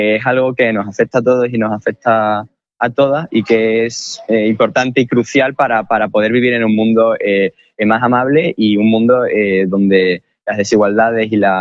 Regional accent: Spain; la propia naturaleza como españoles que tenemos

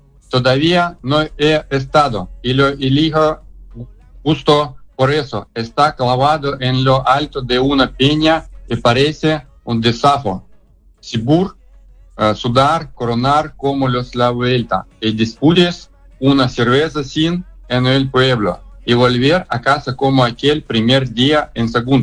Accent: Russia; Spanish is a second language; moved away; pido disculpas por mi español. Soy ruso, todavía lo estoy aprendiendo.

